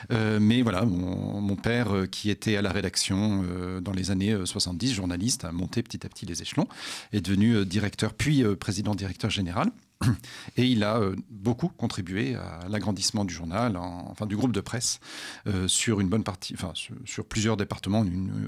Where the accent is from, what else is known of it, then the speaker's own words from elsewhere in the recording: Clermont-Ferrand, Auvergne-Rhône-Alpes, France; born there; also born or lived in Lyon / Paris; Moi, je suis auvergnat, je suis né à Clermont, j'ai fait certes des études à Lyon et à Paris, je suis revenu à Clermont.